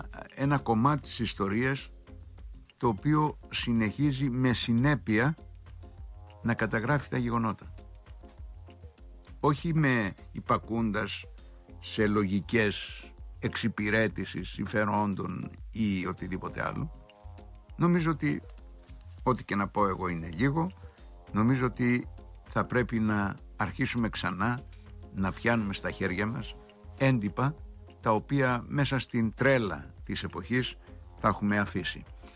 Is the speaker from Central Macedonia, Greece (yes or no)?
no; Crete, Greece; born there; moved away; Το 2026, όταν εγώ ζούσα στο χωριό μου εκεί στα ορεινά της Κρήτης στο οροπέδιο.